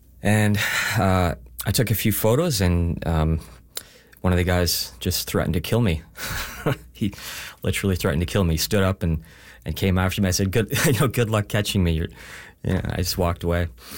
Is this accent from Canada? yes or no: yes; Canada; I think when you live here, you, as a Canadian, you have certain beliefs and values